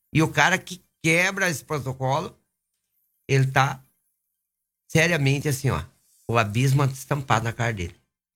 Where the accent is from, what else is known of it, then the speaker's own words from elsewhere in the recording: Brazil; eu sou natural de Sapema.